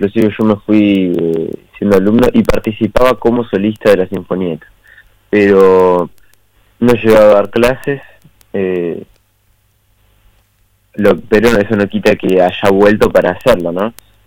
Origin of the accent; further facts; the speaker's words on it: southern Argentina, Argentina; moved away as an adult; now in Buenos Aires, Argentina; Yo soy de acá, yo soy nacido … nacido y criado.